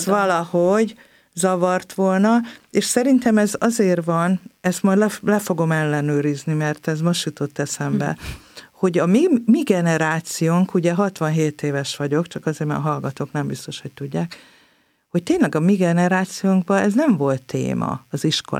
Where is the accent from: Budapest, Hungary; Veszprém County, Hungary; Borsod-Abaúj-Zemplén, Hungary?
Budapest, Hungary; Én a második kerületben nőttem fel, ahol ugye nagyon gazdag gyerekek voltak az osztálytársaim.